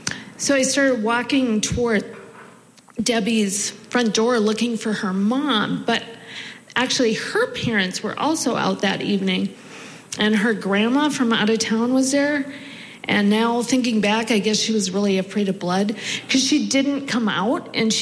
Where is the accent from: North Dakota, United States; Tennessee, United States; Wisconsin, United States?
North Dakota, United States; Mandan; all those summer nights growing up in Mandan, North Dakota.